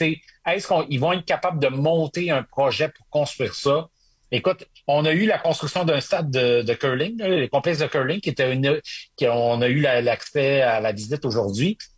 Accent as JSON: {"language": "French", "town": "Saguenay", "region": "Quebec", "country": "Canada", "tie": "born or raised there", "said": "Moi, j'ai grandi au Saguenay."}